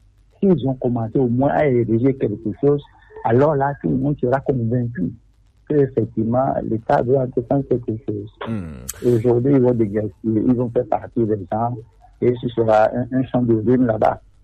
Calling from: Lomé, Maritime, Togo; Depuis Adido Gomé.

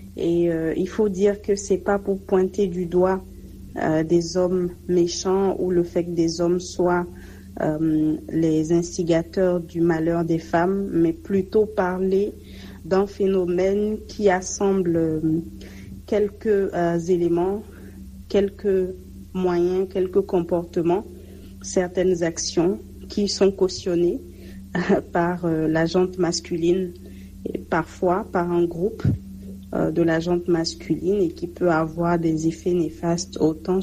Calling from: Benin; chez nous au Bénin

